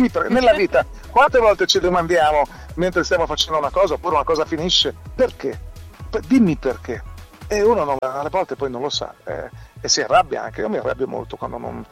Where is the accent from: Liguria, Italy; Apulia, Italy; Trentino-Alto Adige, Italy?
Liguria, Italy